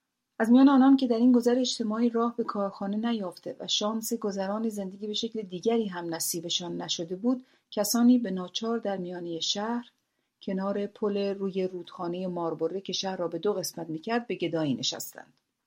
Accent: Abadan, Khuzestan, Iran; also born or lived in Shiraz; من در شیراز متولد شدم و متاسفانه علارغم علاقم به این شهر هیچگاه فرصت زندگی در بزرگسالی را در این شهر نداشتم

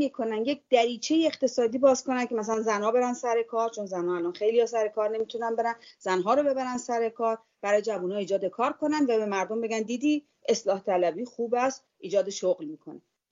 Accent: Iran; moved away; من ایرانی هستم

